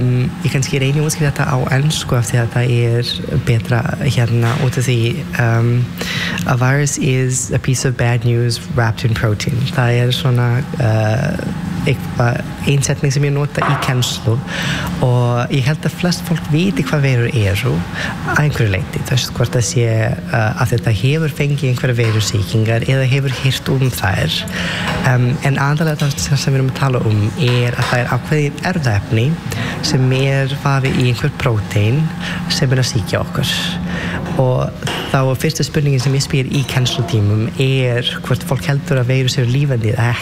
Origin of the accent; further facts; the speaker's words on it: Serbia; Icelandic is a second language; moved away as an adult; now in Iceland; Ég ást upp í Serbíu og ég byrjaði þar í læknisfræði í 2000 ég man ekki 13 eitthvað svo leis en svo bara ákveði ég að mér langar ekki að búa í Serbíu lengur, mér langar að flytja til Íslands